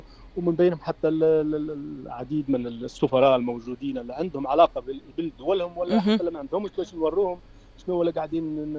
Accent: Tunisia; now in Switzerland

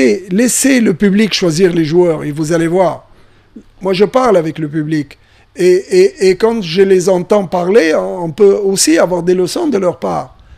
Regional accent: Tunisia; Et nous, la neige, c'est une option chez nous, en Tunisie.

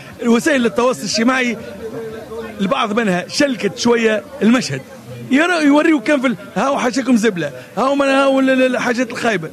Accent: Sousse, Sousse Governorate, Tunisia; بلدي سوسه زي ما قصرتش، وفرت لنا كل شيء

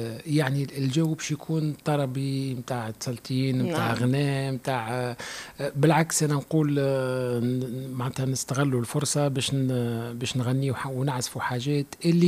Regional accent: Tunisia; أنا كفنان تونسي

